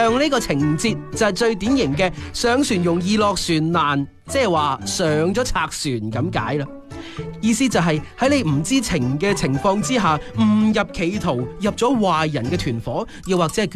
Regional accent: Guangdong, China; 我哋广东人好务实、好拼搏嘅精神。

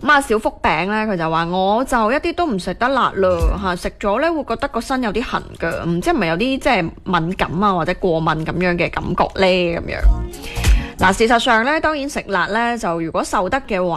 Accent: Guangdong, China; 我哋广东人

